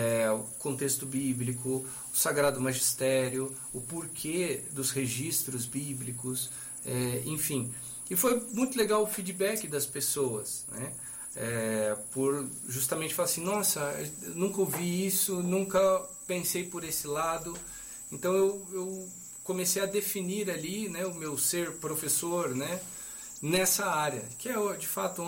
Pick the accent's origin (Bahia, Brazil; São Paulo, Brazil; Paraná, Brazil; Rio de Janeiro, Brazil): São Paulo, Brazil; Cachoeira Paulista; now in Pindamonhangaba, Brazil; eu cresci em Cachoeira Paulista, né? Uhum. Eu nasci em Pindamonhangaba, hoje voltei a morar lá, né? Do meio da pandemia para cá, fomos morar para Pindamonhangaba. Uhum. Cresci em Cachoeira devido à vocação dos meus pais